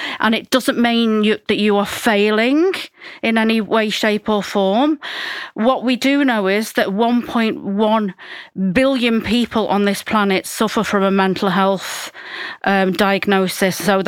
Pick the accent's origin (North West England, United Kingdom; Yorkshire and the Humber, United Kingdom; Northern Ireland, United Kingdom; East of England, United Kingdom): North West England, United Kingdom; moved away as an adult; now in Basel, Switzerland; I'm originally from Cheshire in the UK, and I've been living in Basel for the past 7 years.